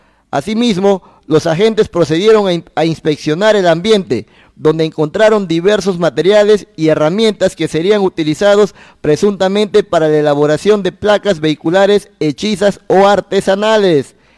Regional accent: Rioja, San Martín, Peru; nosotros, que somos parte de Rioja, tenemos costumbres, tenemos tradiciones

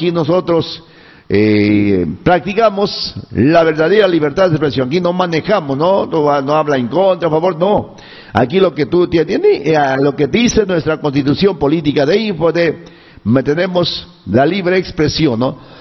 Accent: Peru

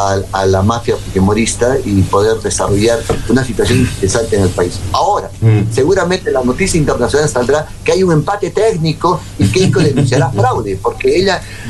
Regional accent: Peru

